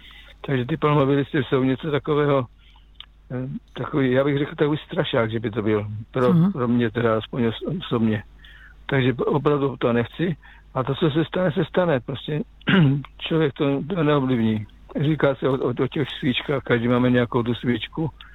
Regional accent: Žeravice, South Moravian Region, Czechia; also born or lived in Kopřivnice; já jsem teda z Kopřivnice, ale vyrůstal jsem v Žeravicích, takže to je 6 km od Brzence.

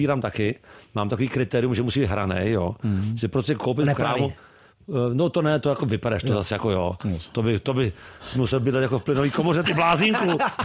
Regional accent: Prague, Czechia; A narodil jsem se na bojišti Praha 2. Celý život jsem jako v Praze.

